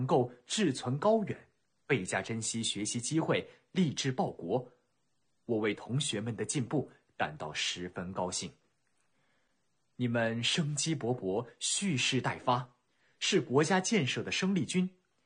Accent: Hechi, Guangxi, China; 我是来自河池市罗城木老族自治县的一名少数民族学生

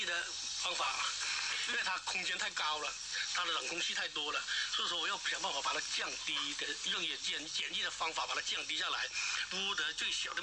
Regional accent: Guangxi, China; 我们两广

